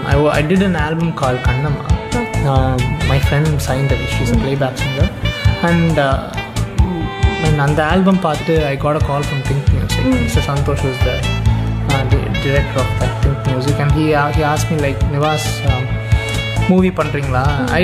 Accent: Tirunelveli, Tamil Nadu, India; moved away as an adult; now in Chennai, India; I'm from Tirunelveli. I just came here to Chennai after for my college.

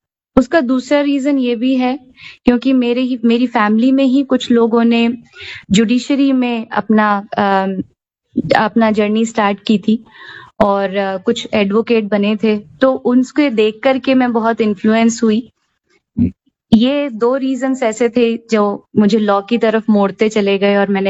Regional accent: Rajasthan, India; also born or lived in Gujarat; बचपन में हम गुजरात में थे, फिर हम राजस्थान शिफ्ट हुए, राजस्थान के कई शहरों में रहे सर, और इसी तरह से मेरी पढ़ाई भी अलग अलग शहरों में हुई है।

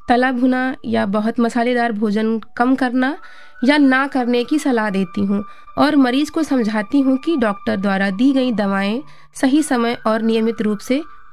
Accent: Gonda, Uttar Pradesh, India; मैं गोंडा नगर से हूँ

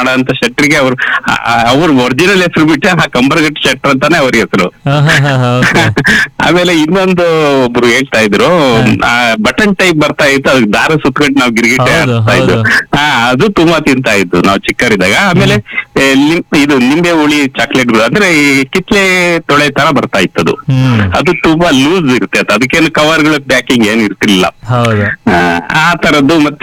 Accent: Tarikere, Karnataka, India; born there

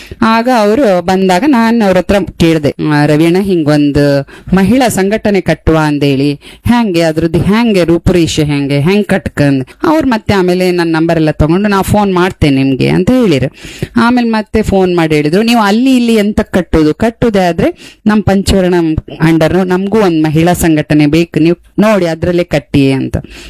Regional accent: Raichur, Karnataka, India; now in Kota, India; ನಾವು ಮೂಲತಃ ಬೈಂದೂರವರು. ಹಾ, ನಾವು ಹುಟ್ಟಿ ಬೆಳೆದಿದ್ದೆಲ್ಲ ರಾಯಚೂರು, ಮದ್ವೆ ಆಗಿ ಬಂದಿದ್ ವಾಪಸ್ ಬೈಂದೂರ್ಗೆ

